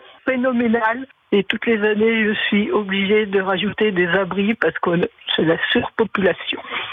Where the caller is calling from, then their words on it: Auvergne-Rhône-Alpes, France; j'habite en Haute-Savoie.